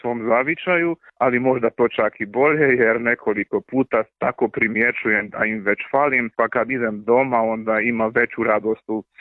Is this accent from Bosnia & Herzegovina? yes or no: no; Hungary